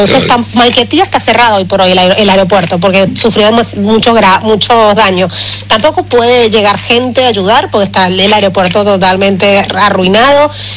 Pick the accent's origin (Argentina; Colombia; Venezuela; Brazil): Venezuela; uno lo que siente como venezolano es una tristeza, es como decir, Dios mío, ¿hasta cuándo vamos a sufrir los venezolanos?